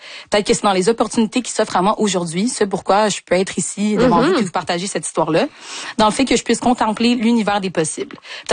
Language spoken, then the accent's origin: French; Quebec, Canada; born there; Moi, je suis née ici au Québec.